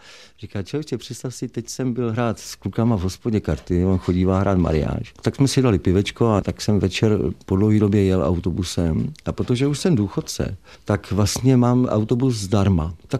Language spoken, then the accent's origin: Czech; Moravia, Czechia; now in Prague, Czech Republic; Já už od začátku, co jsem přišel do Prahy, tak jsem říkal, že jsou Moravák žijící přechodně v Praze.